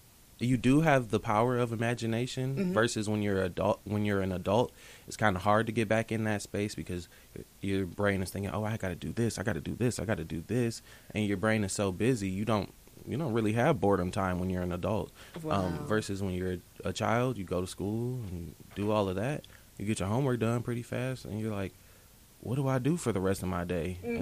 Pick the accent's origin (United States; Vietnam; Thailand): United States; Muskegon, Michigan; now in Kalamazoo, United States; I'm from Muskegon, Michigan. I've lived in Kalamazoo for about 6 years now.